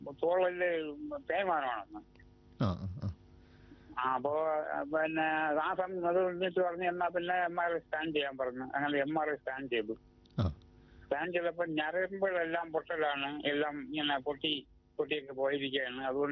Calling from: Karnataka, India; ഞാൻ കർണാടകയിൽ നിന്നാണ്.

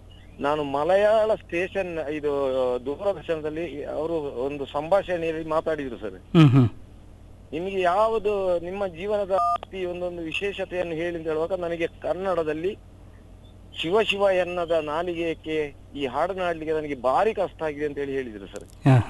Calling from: Aleti, Karnataka, India; ಸುಳ್ಯ ತಾಲೂಕು ಆಲೇಟಿ ಗ್ರಾಮದಿಂದ.

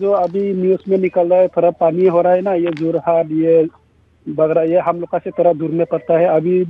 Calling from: Dhemaji, Assam, India; हम धेमाजी असम जुनाई मैसेज सपोरी से … बोल रहा हूँ

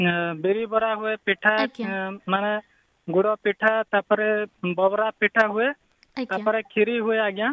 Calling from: Ludinathpur, Odisha, India

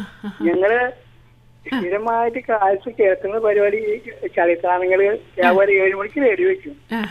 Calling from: Chalissery, Kerala, India; ചാലിശ്ശേരി എന്ന സ്ഥലമാണ്, പാലക്കാട്.

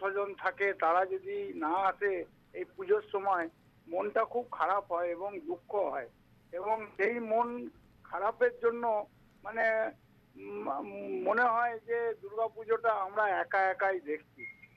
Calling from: Purba Bardhaman district, West Bengal, India; আমি পশ্চিমবঙ্গের পূর্ব বর্ধমান জেলার ভূজপুর থেকে

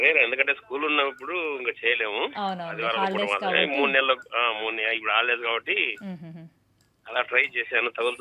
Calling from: Kurnool district, Andhra Pradesh, India; నేను కర్నూలు జిల్లా నుంచి

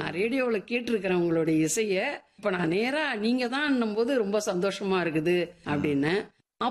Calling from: Puducherry, India; நான் வந்து புதுச்சேரி மாநிலத்தை சேர்ந்தவங்க சார்.

